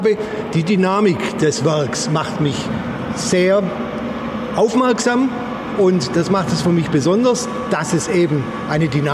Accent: Göppingen, Baden-Württemberg, Germany; ich bin gebürtiger Göppinger, bin hier aufgewachsen und wohnhaft seit 68 Jahren.

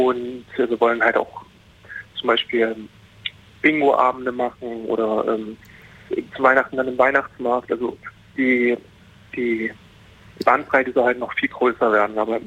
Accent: Bitterfeld-Wolfen, Saxony-Anhalt, Germany; Und dann haben wir gesagt, na, wir kommen aus Bitterfeld-Wolfen

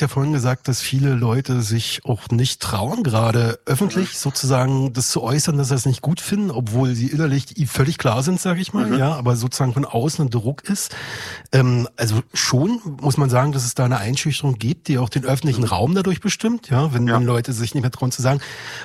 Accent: Cottbus, Brandenburg, Germany; Ich bin ja in Cottbus groß geworden, war ja nie eine sehr gläubige Ecke, sage ich mal.

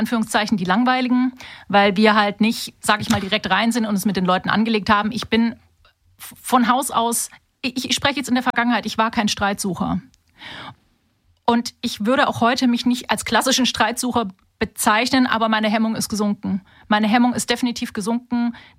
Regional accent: Stuttgart, Baden-Württemberg, Germany; Das war ein Theater in Stuttgart, in meiner Heimat, witzigerweise.

